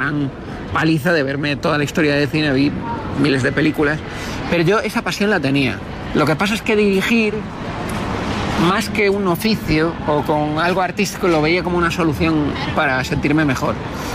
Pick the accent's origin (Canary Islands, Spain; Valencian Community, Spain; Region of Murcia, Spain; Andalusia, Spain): Canary Islands, Spain; born there; also born or lived in Galicia